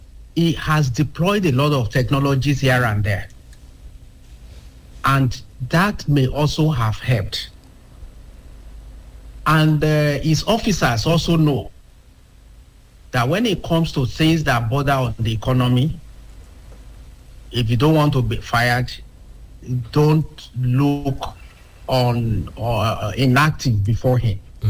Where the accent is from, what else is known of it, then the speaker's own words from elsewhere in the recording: Osun, Nigeria; I'm from Ilorogun